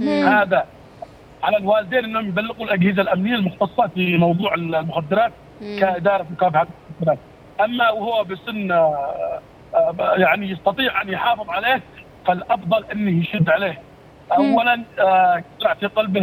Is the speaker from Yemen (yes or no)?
yes; Aden, Yemen